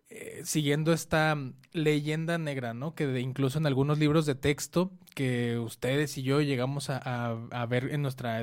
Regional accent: Mexico; para nosotros como universitarios mexicanos.

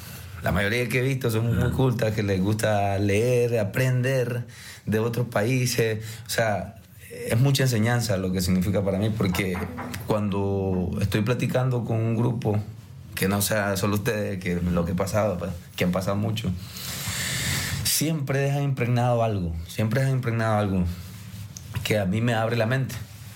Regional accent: Nicaragua

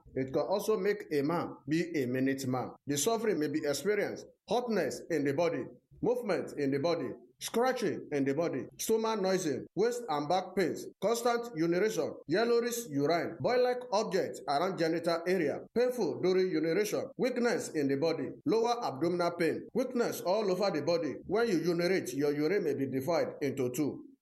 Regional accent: Oyo, Nigeria; now in Enugu, Nigeria; I'm from Oyo State in Oyo Town. I'm participating at ongoing Aba Fair taking place inside ESBS radio station here in Enugu.

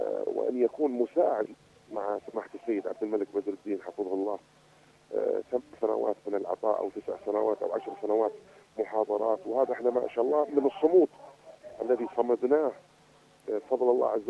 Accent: Yemen; عندنا في الجنوب

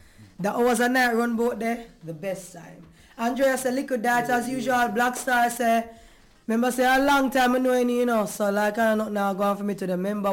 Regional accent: Kingston, Jamaica; born there; even though I was born in Kingston, them ship me off a country every as often as possible to make sure, say, me do what me have to do and know the things that I have to know as a Jamaican

